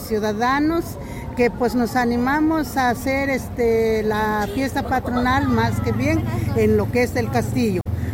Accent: Santa María Coapan, Puebla, Mexico; nuestra comunidad de Santa María Coapan

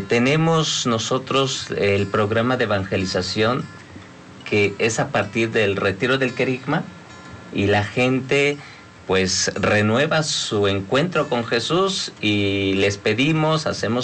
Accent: Mexico City, Mexico; moved away as an adult; now in Puebla, Mexico; Yo soy de originario de la Ciudad de México, sí, pero ya tengo 20 años acá en Puebla

